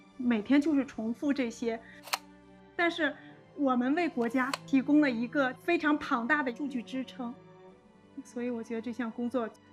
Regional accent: Shijiazhuang, Hebei, China; moved away as an adult; now in Qiyang, China; 因为它会路过石家庄，会在我的家乡停靠嘛

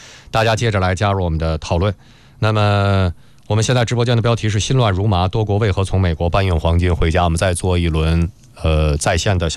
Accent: China

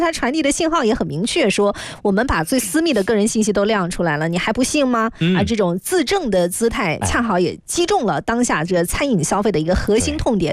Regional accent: Guangxi, China; 我是广西的

